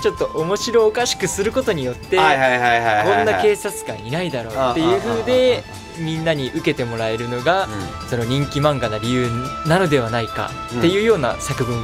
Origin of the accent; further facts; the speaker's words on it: Aichi, Japan; 地元が愛知県ですね。